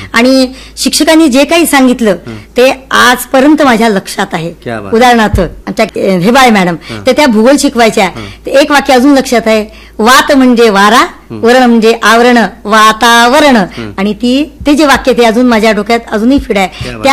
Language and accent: Marathi; Akola, Maharashtra, India; moved away as an adult; now in Ambajogai, India; माझा जन्म झालेला आहे विदर्भात अकोला या ठिकाणी.